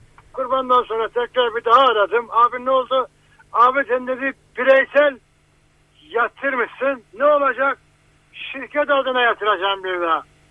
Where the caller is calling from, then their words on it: Ankara, Turkey; Ben Ankara'dan